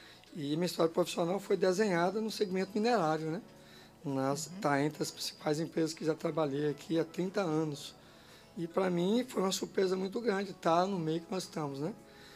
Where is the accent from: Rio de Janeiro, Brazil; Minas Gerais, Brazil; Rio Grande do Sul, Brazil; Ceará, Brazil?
Minas Gerais, Brazil; Raul Soares; moved away as an adult; now in Conceição do Jacuípe, Brazil; Pois bem, eu sou mineiro, da Zona da Mata, cidade conhecida como Raul Soares, região ali próxima a Caratinga, Ipatinga, Viçosa, Ouro Preto, né? Tenho 59 anos